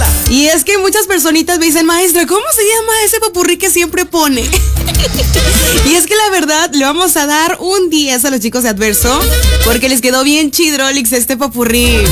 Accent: Tangamandapio, Michoacán, Mexico; de allá de Tangamandapio, mi pueblo natal

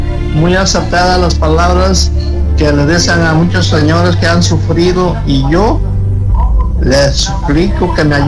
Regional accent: Tamiahua, Veracruz, Mexico; born there; moved away; Yo nací en Tamiahua, Veracruz, y todo el chamaco me vine a trabajar a los barcos camaroneros.

